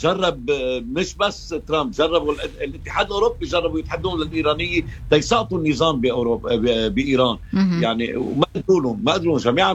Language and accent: Arabic; Lebanon